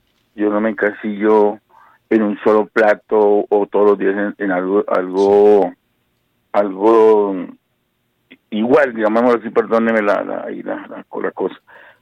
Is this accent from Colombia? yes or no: yes; Guamo, Tolima, Colombia; also born or lived in Ortega; now in Bogotá, Colombia; mi papá era del Tolima, yo nací en un pueblo chiquito llamado Ortega Tolima, me crié en el Guamo, pero llevo 2.580 años, como le digo a mis amigos, aquí en Bogotá.